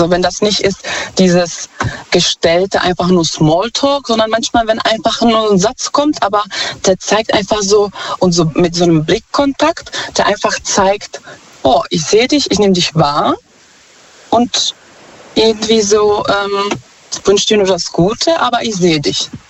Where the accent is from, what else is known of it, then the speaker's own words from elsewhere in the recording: Czechia; German is a second language; now in Germany; Ich komme ursprünglich aus Tschechien.